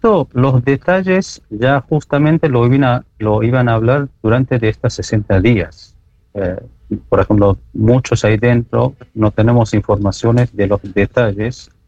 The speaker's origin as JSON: {"language": "Spanish", "country": "Iran"}